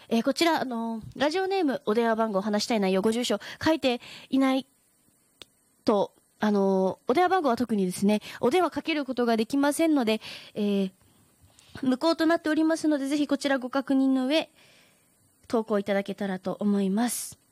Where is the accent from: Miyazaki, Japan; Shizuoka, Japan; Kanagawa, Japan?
Miyazaki, Japan; moved away; 私の地元宮崎県